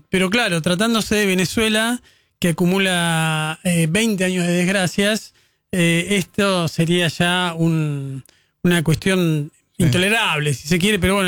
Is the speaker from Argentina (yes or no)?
yes; Argentina